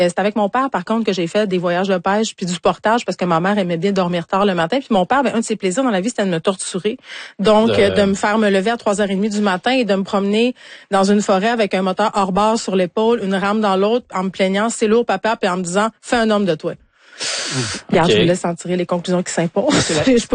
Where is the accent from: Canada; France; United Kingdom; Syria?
Canada; Quebec; je viens du Saguenay, j'arrête pas de le répéter, et je pêche depuis, mon Dieu, que je sais marcher avec mes parents.